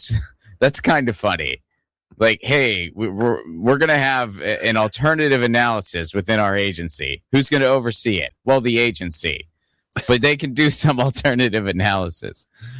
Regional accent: United States; Well, as an American

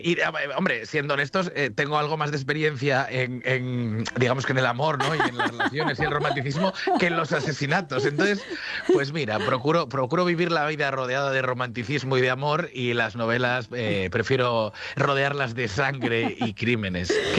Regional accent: Vigo, Galicia, Spain; born there; now in Madrid, Spain; que yo vivo en Madrid y nací en Vigo, son dos ciudades que conozco a la perfección.

